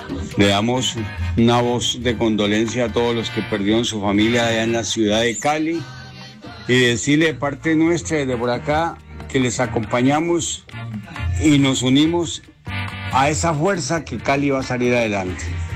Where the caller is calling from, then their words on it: Paris, Île-de-France, France; Yo escuchando Olímpica desde París, Francia